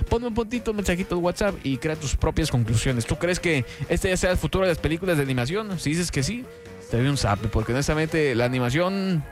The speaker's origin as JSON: {"language": "Spanish", "country": "Honduras", "said": "Y uno como hondureño, pues, puede sentirse orgulloso de... Ahora sí que ver su país representado en una película animada"}